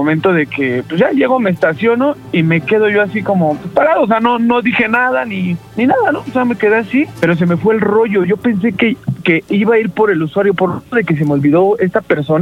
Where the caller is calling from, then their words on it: Iztapalapa, Mexico City, Mexico; Aquí andamos de Iztapalapa.